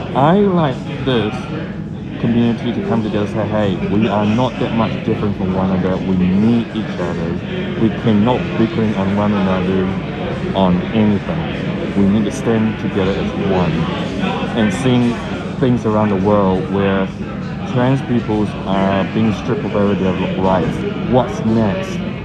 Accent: Christchurch, Canterbury, New Zealand; No, I'm not from Auckland. I'm from Otatahi, Christchurch.

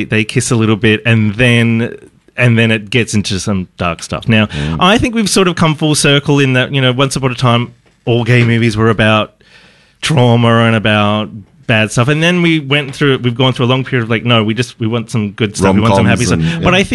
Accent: Geelong, Victoria, Australia; I grew up in Geelong.

